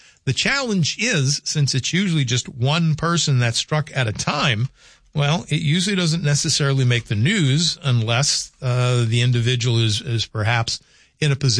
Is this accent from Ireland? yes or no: no; the South, United States; now in Red River Valley, United States; Heat lightning, in my vernacular, growing up in the South